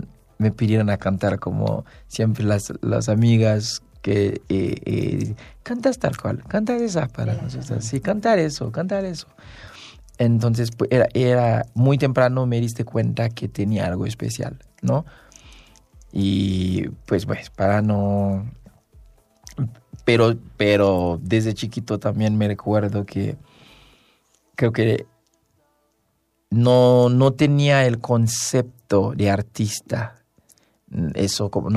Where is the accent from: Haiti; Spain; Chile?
Haiti; now in Mexico City, Mexico; Nací y crecí en Haití. Y justo ya hace 6 años que vine aquí, estudié en Jalapa